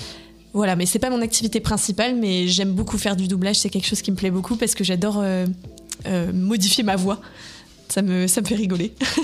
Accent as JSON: {"language": "French", "town": "Troyes", "region": "Grand Est", "country": "France", "tie": "born or raised there", "said": "j'ai 28 ans, je suis comédienne au théâtre, au cinéma et en doublage. Je suis originaire de Troyes, j'ai toujours vécu ici"}